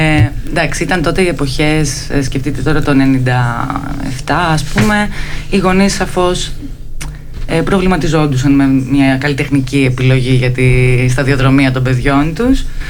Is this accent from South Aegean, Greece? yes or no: no; Volos, Thessaly, Greece; born or raised there; also born or lived in Ioannina; now in Athens, Greece